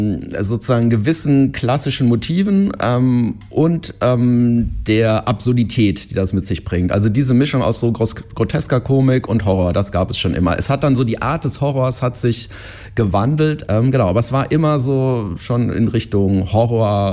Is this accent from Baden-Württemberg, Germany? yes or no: yes; Heidelberg, Baden-Württemberg, Germany; also born or lived in Leimen; Und ich bin in Heidelberg aufgewachsen, aber in Leimen geboren.